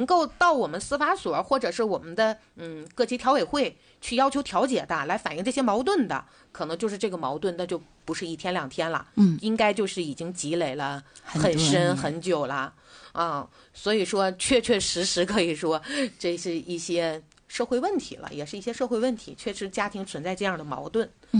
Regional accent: China

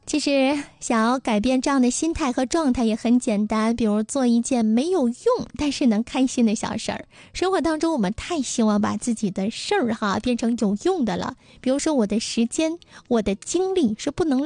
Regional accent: Northeast China, China; accent: Northeastern (Dongbei) dialect; 我们东北话

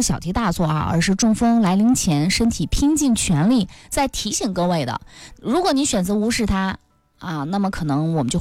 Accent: Northeast China, China; 因为我们东北人话说就是激着了啊

